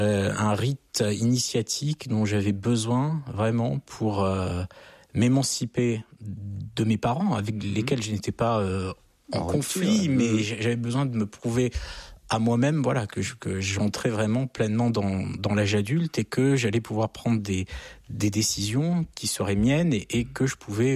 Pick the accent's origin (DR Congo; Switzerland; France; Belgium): France; Mon rêve n'est pas de vivre aux États-Unis. Je suis français, je vis en France.